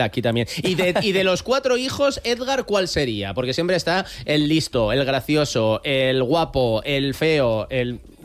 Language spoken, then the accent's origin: Spanish; Vitoria, Basque Country, Spain